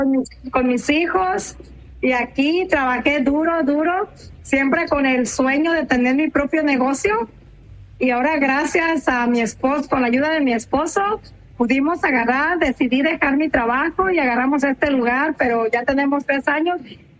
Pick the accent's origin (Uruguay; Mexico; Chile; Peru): Mexico; Nayarit; moved away as an adult; now in United States; Yo soy de Nayarit.